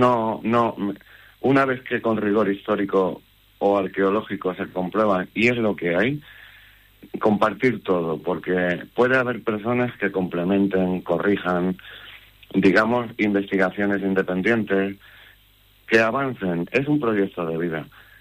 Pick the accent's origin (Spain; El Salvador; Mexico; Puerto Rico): Spain; Puertollano, Castilla-La Mancha; No, soy de Puerto Llano